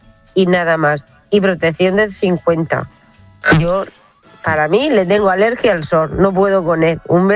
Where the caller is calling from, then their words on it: Orihuela, Valencian Community, Spain; de Orihuela.